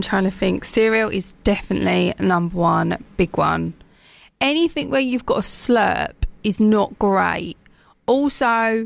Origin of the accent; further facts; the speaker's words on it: Kent, South East England, United Kingdom; I was from Kent